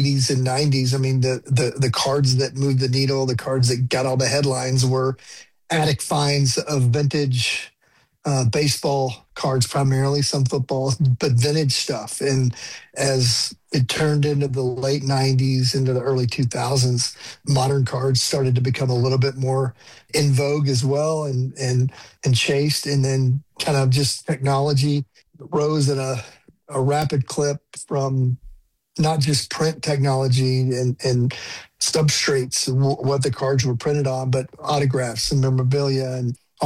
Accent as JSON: {"language": "English", "town": "Dallas", "region": "Texas", "country": "United States", "tie": "born or raised there", "said": "I grew up in the Dallas area."}